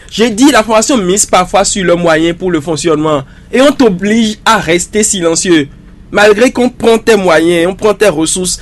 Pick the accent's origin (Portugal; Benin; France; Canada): Benin